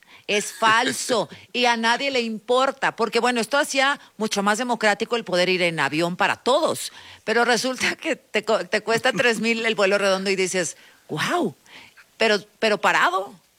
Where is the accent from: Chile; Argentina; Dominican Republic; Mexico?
Mexico; Nuevo León; Porque, bueno, pues ahí en Nuevo León tuvimos, yo soy de Nuevo León, al primer gobernador independiente